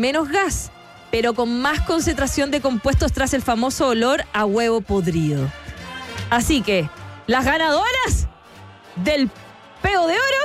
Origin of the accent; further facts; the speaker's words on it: Chile; Vamos a llegar lejos, Pablo. Somos el futuro de Chile.